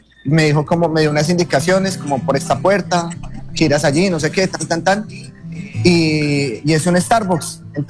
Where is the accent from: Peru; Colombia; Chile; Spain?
Colombia; now in United States; Es increíble que me fui yo de Colombia, del país, y nos entregaron cabina nueva.